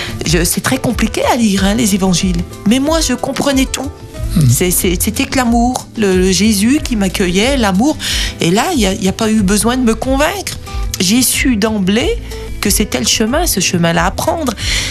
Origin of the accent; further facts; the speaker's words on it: Saint-Claude, Bourgogne-Franche-Comté, France; born there; parce qu'à Saint-Claude, ville où je suis née, dans le Haut-Jura, communauté musulmane très très importante.